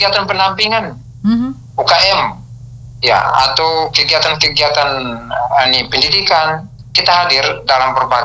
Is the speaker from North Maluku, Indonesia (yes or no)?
no; East Nusa Tenggara, Indonesia; kerajinan yang menjadi andalan kita orang Flores